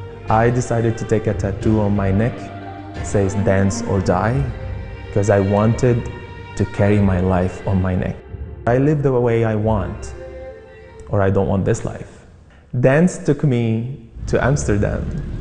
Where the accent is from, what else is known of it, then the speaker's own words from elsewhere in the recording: Damascus, Damascus Governorate, Syria; I am a dancer. I was born in Syria, in a refugee camp for stateless refugees in Damascus, Syria.